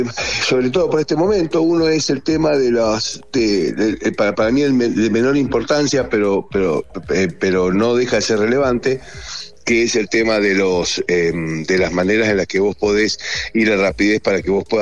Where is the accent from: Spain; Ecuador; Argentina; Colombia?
Argentina; somos argentinos.